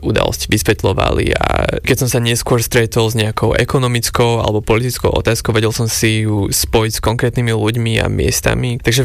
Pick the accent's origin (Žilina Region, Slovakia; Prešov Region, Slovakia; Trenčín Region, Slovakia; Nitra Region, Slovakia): Trenčín Region, Slovakia; Bystričany; moved away as an adult; now in Copenhagen, Denmark; Vyrastal som v Bystričanoch na hornej Nitre